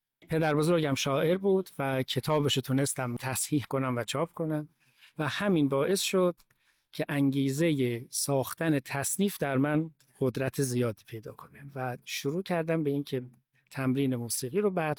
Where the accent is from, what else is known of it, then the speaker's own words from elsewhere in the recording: Iran; از ایران و دوران کودکیمو با پدر بزرگ که شاعر بود زندگی کردم